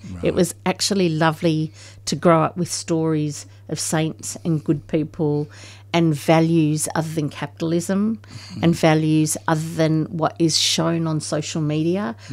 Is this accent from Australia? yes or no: yes; Australia; I thought I was Irish till I went to Ireland. I'm Australian. Mum was Irish.